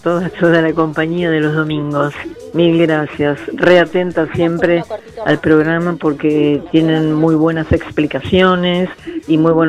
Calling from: Argentina; de San Cristóbal, de Cava

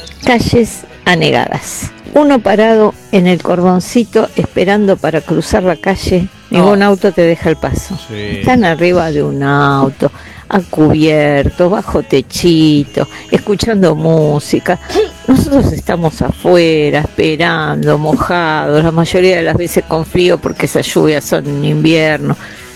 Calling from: Ezeiza, Buenos Aires Province, Argentina; de Ezeiza.

